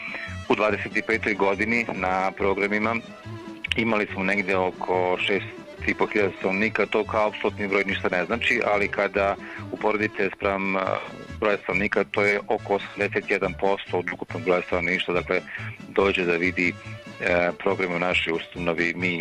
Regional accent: Ćićevac, Rasina District, Serbia; also born or lived in Belgrade; Vratio sam se u svoj zavičaj pre 5 godina, ja sam inače iz Ćićevca, nisam dugo živeo, to živeo sam u Beogradu i školovao se tako redom.

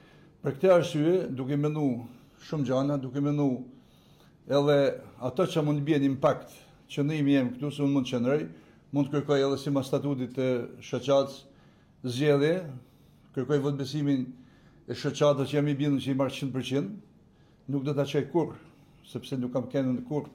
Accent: Shkodër, Shkodër County, Albania; jam shkodran

